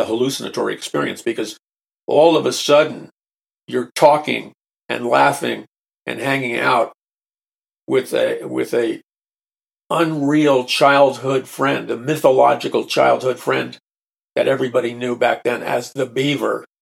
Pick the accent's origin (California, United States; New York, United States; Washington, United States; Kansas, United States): New York, United States; New York City; born or raised there